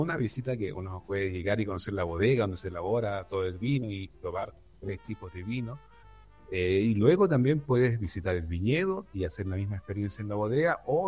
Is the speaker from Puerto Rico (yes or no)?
no; Chile; nosotros como chilenos podamos visitar y tomar un vino de nuestro mismo desierto.